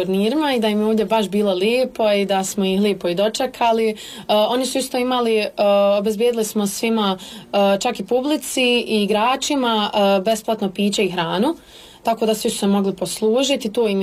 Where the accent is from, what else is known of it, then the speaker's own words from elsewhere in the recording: Gračanica, Federation of Bosnia and Herzegovina, Bosnia & Herzegovina; Ekipe su bile iz Lukavca, Srebrenika, Ilijaša, Brezi, Gračanice, odakle sam ja